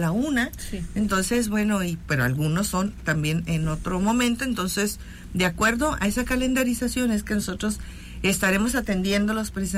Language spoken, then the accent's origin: Spanish; Mexico; como somos los mexicanos, apasionados